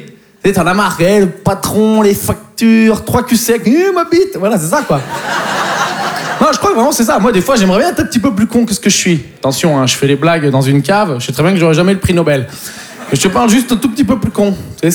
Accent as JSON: {"language": "French", "town": "Poitiers", "region": "Nouvelle-Aquitaine", "country": "France", "said": "Mais bon, en plus, je viens de Poitiers, donc il faut s'occuper. Hein, tu peux pas aller au Futuroscope 5 fois par semaine, quoi."}